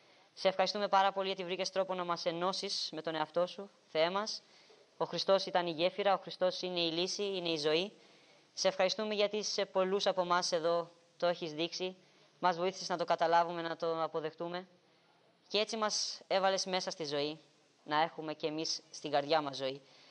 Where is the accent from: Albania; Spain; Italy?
Albania; Greek is a second language; now in Corinth, Greece; Είμαστε έτσι παιδιά από Αλβανία.